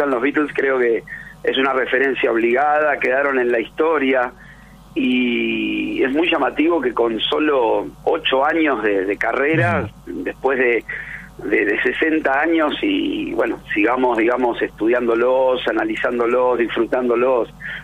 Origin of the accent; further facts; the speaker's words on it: Mar del Plata, Buenos Aires Province, Argentina; la suerte que tuve de ver a … yo soy de Mar del Plata.